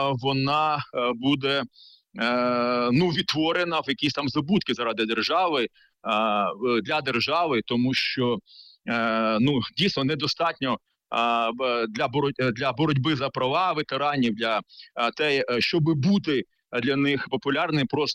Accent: Mykolaiv, Mykolaiv Oblast, Ukraine; я сам з Миколаєва

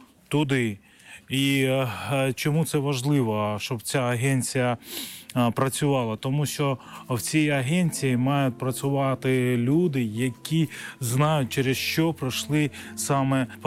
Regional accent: Yerevan, Armenia; Я народився в Вірменії, в місті Єреван. Жив там зі своїми батьками.

